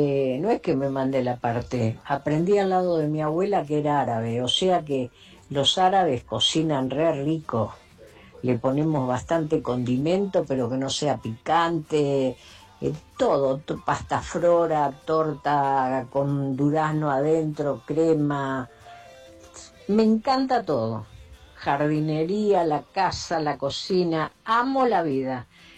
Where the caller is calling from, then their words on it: Tapiales, Buenos Aires Province, Argentina; de Tapiales.